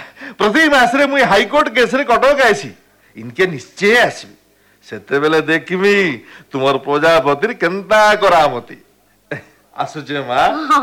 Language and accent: Odia; Dhuma Bhata, Odisha, India; ମୁଇଁ, ମୋର ଘର ସମ୍ବଲପୁର ଜିଲ୍ଲା ମେଲଛାମୁଣ୍ଡା ଥାନା ଧୁମା ଭଟ ଗାଁ।